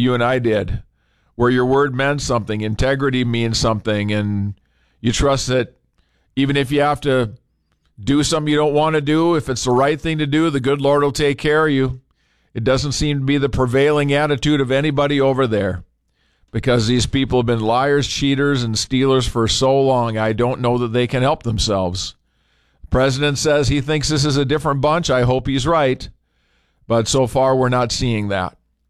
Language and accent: English; Minnesota, United States; born there; now in Fargo, United States; northern Minnesota, my home state.